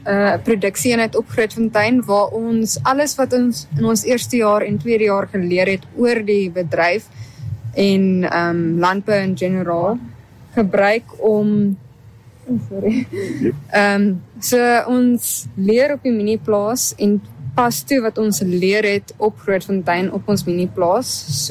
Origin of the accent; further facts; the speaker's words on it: Middelburg, Eastern Cape, South Africa; Ek is hier van Middelburg af.